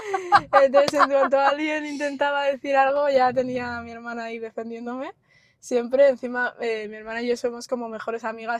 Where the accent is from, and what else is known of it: León, Castile and León, Spain; born or raised there